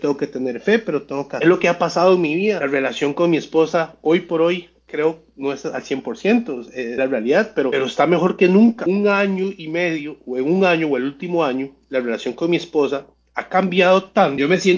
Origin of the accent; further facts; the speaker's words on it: Costa Rica; yo soy de Costa Rica